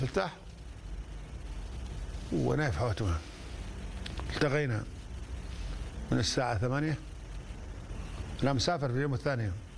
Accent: Aden, Yemen; عندنا في عدن

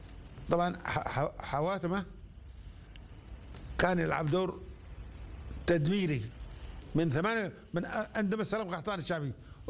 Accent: Aden, Yemen; قوى خارجية كانت تحرك الأحداث عندنا في عدن.

